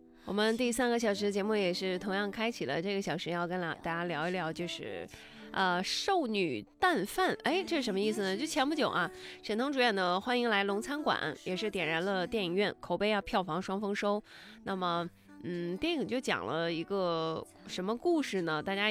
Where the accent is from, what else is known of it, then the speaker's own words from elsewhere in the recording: China; 作为中国人